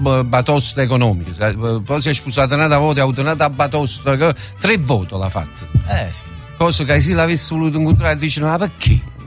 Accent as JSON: {"language": "Italian", "town": "Naples", "region": "Campania", "country": "Italy", "said": "Sicuramente sono italiano, sono napoletano, anzi non sono neanche napoletano, perché per i napoletani sono i secondigiani"}